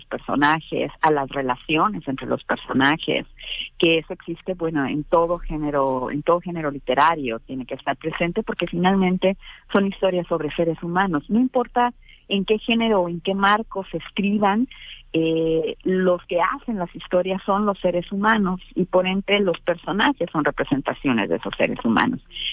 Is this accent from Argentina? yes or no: no; Mexicali, Baja California, Mexico; moved away as an adult; now in Mexico City, Mexico; yo soy de Mexicali, Baja California, allá viví hasta los veintitantos años, luego me mudé acá a la Ciudad de México